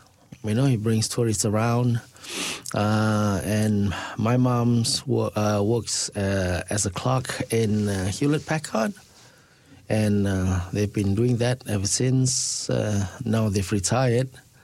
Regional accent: Singapore; moved away as an adult; now in Dunedin, New Zealand; Yes, born and raised in Singapore. I lived in a few places in Singapore, but last known place was in Woodlands. That's where I lived before we moved to New Zealand.

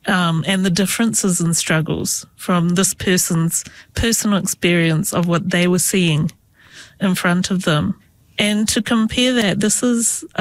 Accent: Hamilton, Waikato, New Zealand; also born or lived in India / Canada; to the question where I'm from is always Kirikiriroa, Hamilton.

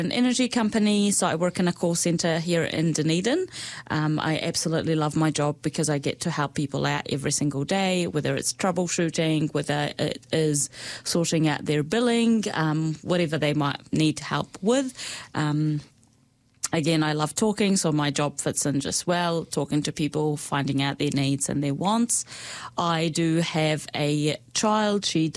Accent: Hebron, Hebron Governorate, Palestine; moved away as an adult; now in New Zealand; Yes, well … I come from Hebron, Palestine. I have been in New Zealand for since 2008. I turned 31 yesterday.

